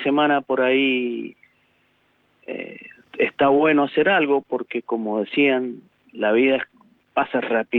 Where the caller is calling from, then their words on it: San Martín, Mendoza, Argentina; de San Martín, Mendoza.